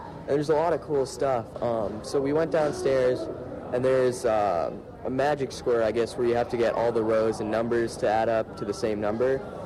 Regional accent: Phoenix, Arizona, United States; I'm 17. I'm from Phoenix, Arizona.

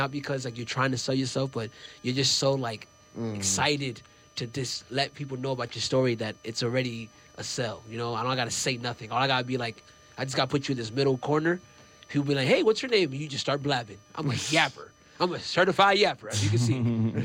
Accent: New York City, New York, United States; Even though I'm from New York City and I follow that whole trait and all that stuff, that is not who I am.

